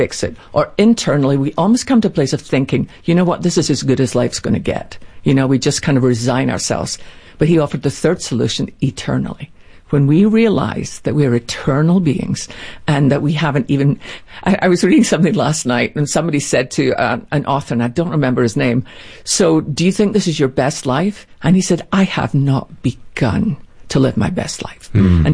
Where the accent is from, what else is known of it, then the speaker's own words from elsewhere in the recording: Scotland, United Kingdom; because I'm Scottish and we use everything.